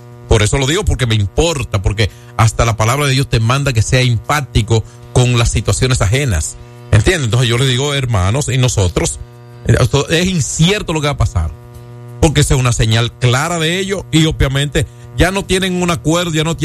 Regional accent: Dominican Republic; yo me siento bien como dominicano

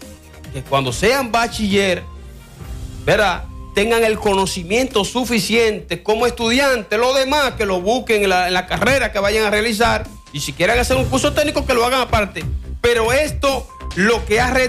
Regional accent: Dominican Republic; nosotros como dominicanos

